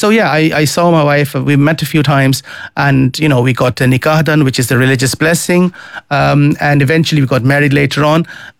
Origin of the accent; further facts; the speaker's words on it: The Hague, South Holland, Netherlands; English is a second language; moved away as an adult; now in Ireland; Then I grew up in the Netherlands and, you know, that's where I went to primary school, secondary school. We speak Dutch with my siblings. We speak Dutch with each other. We don't speak any other language. And for us, Den Haag, The Hague, is our homet